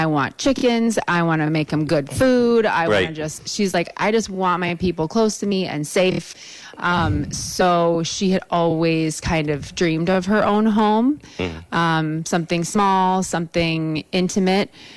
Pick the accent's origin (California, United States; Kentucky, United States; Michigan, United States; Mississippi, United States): Michigan, United States; Saugatuck; now in Colorado, United States; Yes, yes. I'm from Saugatuck, so I am Saugatuck born and raised.